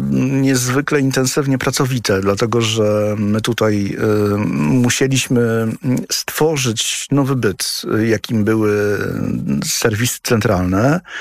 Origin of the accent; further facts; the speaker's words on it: Katowice, Silesian Voivodeship, Poland; jestem niemal rodowitym katowiczaninem, bo mieszkam w Katowicach od momentu, kiedy rozpoczynałem naukę w szkole podstawowej, od 6 roku życia mieszkałem w Katowicach